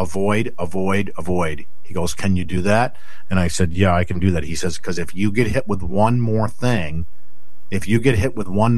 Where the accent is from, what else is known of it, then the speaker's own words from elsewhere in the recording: Lebanon, New Hampshire, United States; I remember growing up in Lebanon, that corner was just like death central